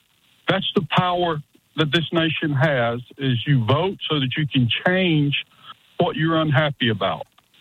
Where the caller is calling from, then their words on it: Lexington, North Carolina, United States; I am calling from Lexington, North Carolina.